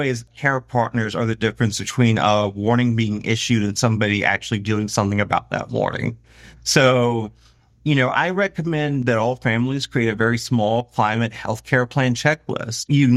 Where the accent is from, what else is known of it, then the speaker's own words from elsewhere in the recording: South Carolina, United States; I'm from South Carolina. Growing up, other than Fugo, I can count on my hands the number of times Charleston probably flooded.